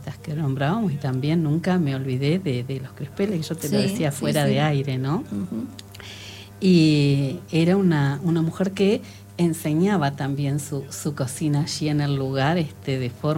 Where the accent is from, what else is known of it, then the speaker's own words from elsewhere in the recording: Neuquén, Argentina; born there; parte de mi infancia allí en Villa Puente Pigón le fue